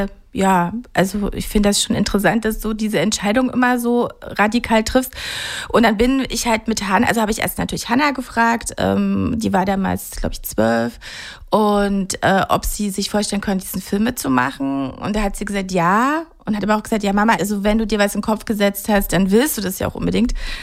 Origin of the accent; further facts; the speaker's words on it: Germany; mein Mann kommt eben aus Korea, ich komme aus Deutschland